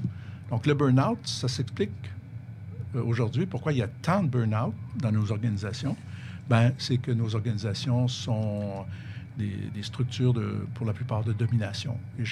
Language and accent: French; Quebec, Canada; Nous, chez nous, au Québec